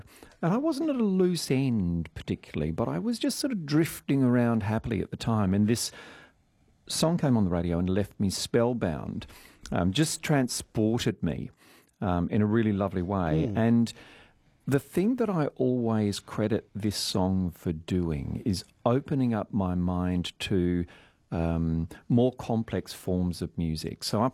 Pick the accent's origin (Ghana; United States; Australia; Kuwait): Australia; Stoneville, Western Australia; also born or lived in England; I was born in England. We came out to Australia in 1968. I was nearly 3 years old. We stayed initially at the migrant camp, the migrant hostel in Perth, and then we built a house in Stoneville. So I grew up mostly in the hills